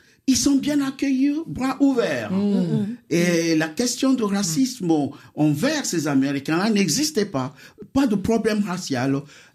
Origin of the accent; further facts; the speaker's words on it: Nigeria; now in France; On vient de Nigeria, la France nous a tirés.